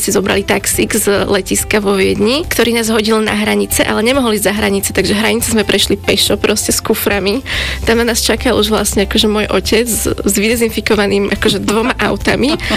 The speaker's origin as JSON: {"language": "Slovak", "town": "Bratislava", "region": "Bratislava Region", "country": "Slovakia", "said": "som z Bratislavy a mám 27 rokov."}